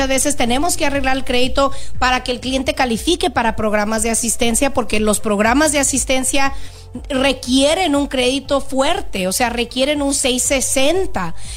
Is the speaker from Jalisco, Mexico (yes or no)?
yes; Autlán, Jalisco, Mexico; moved away; yo soy de Jalisco, de Autlán, Jalisco, de ahí mero soy yo.